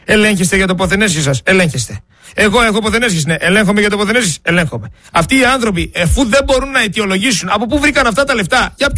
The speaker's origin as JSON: {"language": "Greek", "country": "Greece", "said": "Εγώ είμαι ένας Έλληνας πολίτης λοιπόν"}